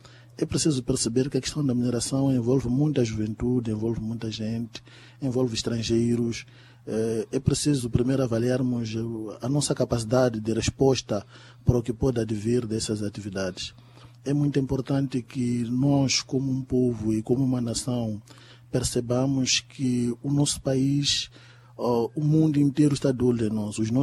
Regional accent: Mozambique; cada um de nós, como moçambicano

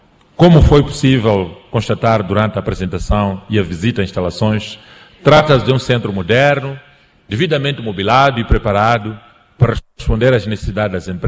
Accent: Mozambique; como moçambicanos, não vamos atingir o desenvolvimento que nós pretendemos

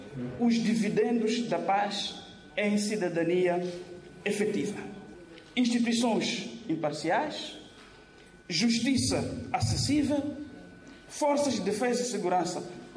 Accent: Mozambique

